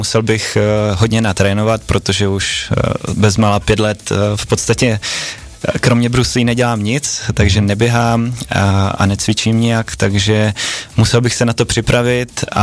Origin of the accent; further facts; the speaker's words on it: Ostrava, Moravian-Silesian Region, Czechia; než jsme z Ostravy.